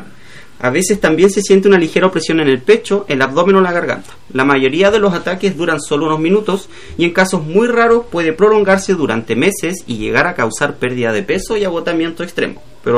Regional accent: Maullín, Los Lagos, Chile; harta gente de Maullín lo conocía de mi pueblo.

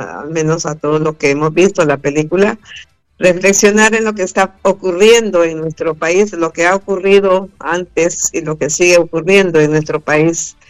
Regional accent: San Pedro Sula, Cortés, Honduras; soy de San Pedro Sula. Estoy aquí en Madrid por la premier de la película.

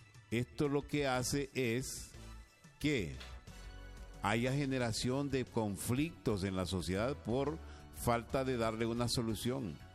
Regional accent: Honduras

